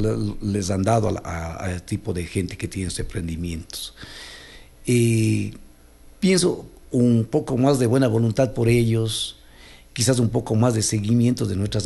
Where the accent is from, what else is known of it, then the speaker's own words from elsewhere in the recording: Cuenca, Azuay, Ecuador; now in Macas, Ecuador; hablemos de mi tierra, de Cuenca.